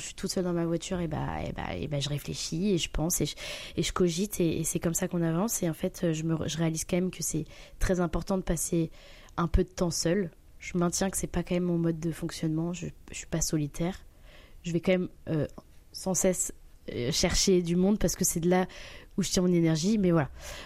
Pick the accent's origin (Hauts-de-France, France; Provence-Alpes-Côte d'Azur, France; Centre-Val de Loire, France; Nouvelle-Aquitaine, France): Hauts-de-France, France; Lille; Je découvre une région qui n'est pas mon climat, étant donné que je viens de Lille.